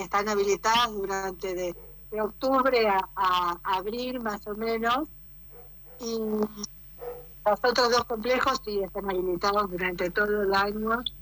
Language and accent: Spanish; Buenos Aires, Argentina; now in Concordia, Argentina; Yo soy de Buenos Aires, y cuando vienen mis amigos o mis familiares y vienen acá